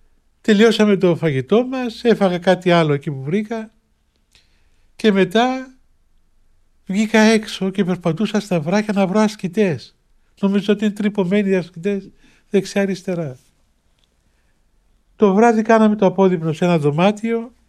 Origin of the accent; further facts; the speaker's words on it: Cyprus; Λέω, «Τη δική του γενιά, εγώ είμαι Κύπριος, μπορείς να είναι από την Κύπρο και δεν το ξέρω